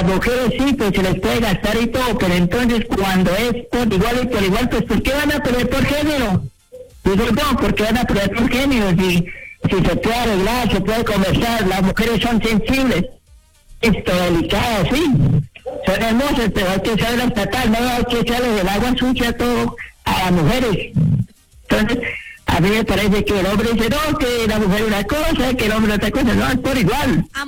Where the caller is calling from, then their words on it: Dubai, United Arab Emirates; Sí, de Dubái.